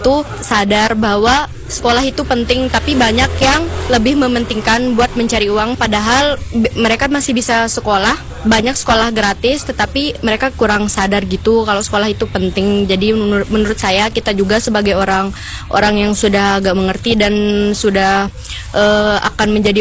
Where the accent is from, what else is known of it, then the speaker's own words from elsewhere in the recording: West Nusa Tenggara, Indonesia; saya dari Lombok Timur.